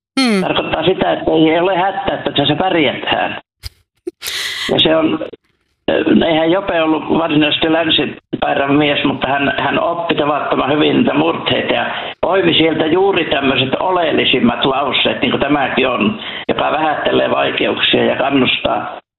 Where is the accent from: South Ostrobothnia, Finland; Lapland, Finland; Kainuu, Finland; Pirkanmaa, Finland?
Lapland, Finland; accent: Western Lapland dialect; minun kotikylällä sinne Matilanpalhoon